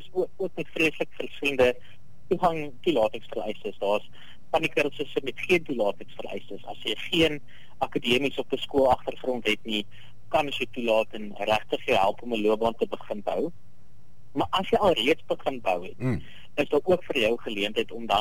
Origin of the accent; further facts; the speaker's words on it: Oudtshoorn, Western Cape, South Africa; ek het self groot geword in Oudtshoorn